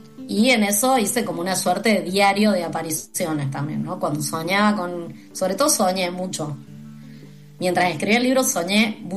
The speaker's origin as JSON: {"language": "Spanish", "region": "Jujuy", "country": "Argentina", "said": "Probablemente porque soy de Jujuy."}